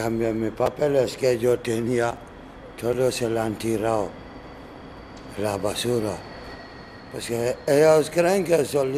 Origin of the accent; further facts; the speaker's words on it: Conakry, Guinea; Spanish is a second language; Soy de Guinea, Conakry.